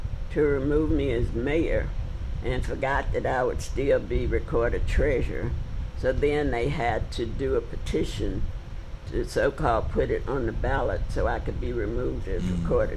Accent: United States; I grew up on the Harris Plantation down east of Hensley.

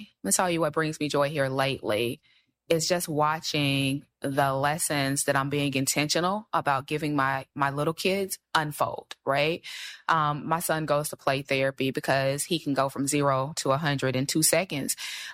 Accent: Alabama, United States; born there; I was born in Alabama.

